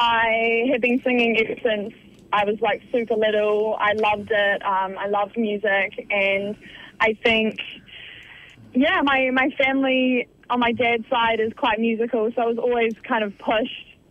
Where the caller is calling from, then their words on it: Invercargill, Southland, New Zealand; So down south. Invercargill.